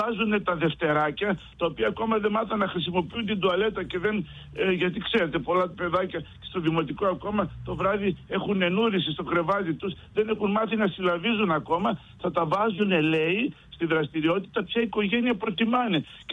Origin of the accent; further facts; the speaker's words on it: Greece; εμείς οι Έλληνες